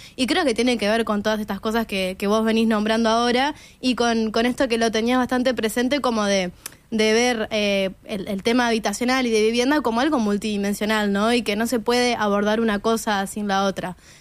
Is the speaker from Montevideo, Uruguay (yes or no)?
yes; Montevideo, Uruguay; yo soy de La Teja